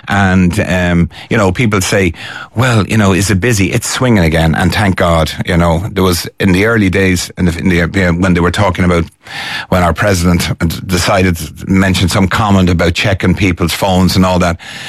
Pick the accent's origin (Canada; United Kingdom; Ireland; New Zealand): Ireland; now in New York, United States; And it was one thing when I moved in from Ireland, I just couldn't understand that people just don't, you ignore each other in a box that's 10 by 10